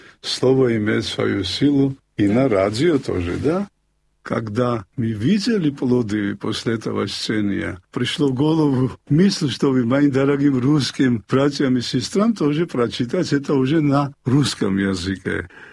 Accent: Georgia; Я из Грузии, православный христианин, член Грузинской православной церкви.

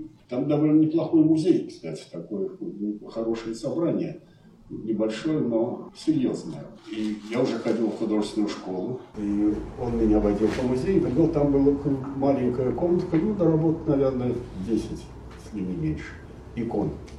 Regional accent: Kharkiv, Kharkiv Oblast, Ukraine; born there; also born or lived in Kazan; мы жили в Харьков. Мы приехали в Харьков из Казани с мамой и братом.

